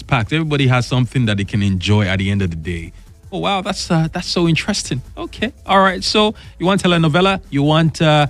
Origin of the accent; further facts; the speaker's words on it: Edo, Nigeria; I'm from Edo State